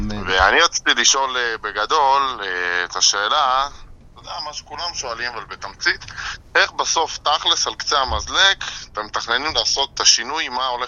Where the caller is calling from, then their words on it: Jerusalem, Jerusalem District, Israel; אני מירושלים, אני אומנם חרדי